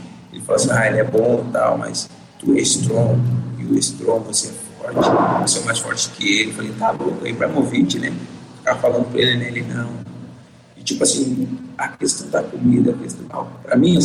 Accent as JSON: {"language": "Portuguese", "country": "Brazil", "also_born_or_lived": "Japan", "moved": "as an adult", "said": "Não pode cantar, cara, sou brasileiro."}